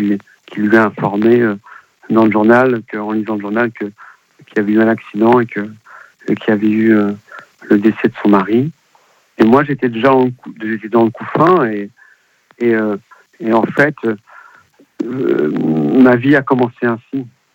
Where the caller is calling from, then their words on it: Centre-Val de Loire, France; Ah, je vous appelle d'un village près de Blois qui s'appelle Valencis, très beau village dans la vallée de la Loire, et j'ai 52 ans.